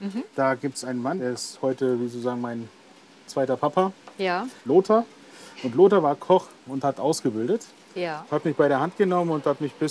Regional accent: Tettnang, Baden-Württemberg, Germany; ich bin aus Tettnang, aus der schönen Hopfenstadt.

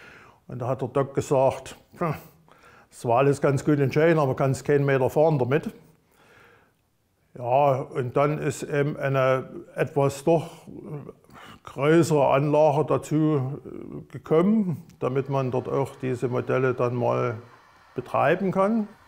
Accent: Oschatz, Saxony, Germany; born there; da ich jahrelang Lokführer war und viele hundert Male durch Oschertz gefahren bin, gebürtiger Oschertzer bin.

